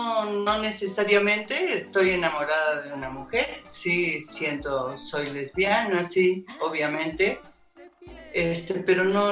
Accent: Argentina; now in Mexico; Llego, salimos de Argentina un grupo de música, anduvimos de pueblo en pueblo cantando y hubo un momento en que decidí venir a despedir a una amiga y me gustó y me quedé.

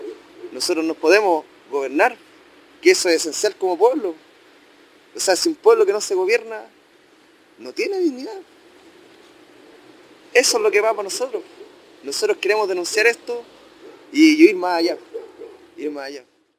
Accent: Chile; Nosotros no somos Chile. No somos chilenos, somos mapuches.

